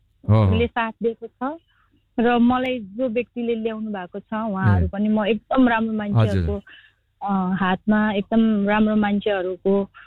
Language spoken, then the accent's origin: Nepali; Sundarbazar, Gandaki Province, Nepal; now in Kathmandu, Nepal; मेरो जन्म लमजुङ सुन्दर बजारमा भएको, अनि अहिले पछि काठमाडौँ बसे